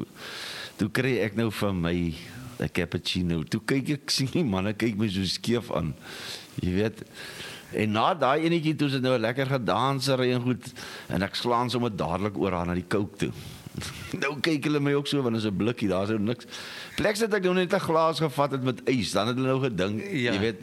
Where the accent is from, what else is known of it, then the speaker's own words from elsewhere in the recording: Kirkwood, Eastern Cape, South Africa; ek kom van Kirkwood af